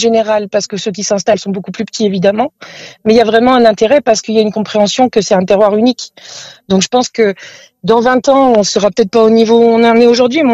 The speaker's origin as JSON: {"language": "French", "region": "Rhône Valley", "country": "France", "tie": "born or raised there", "moved": "yes", "lives_now": "Côte Vermeille, France", "said": "je suis originaire de la Vallée du Rhône."}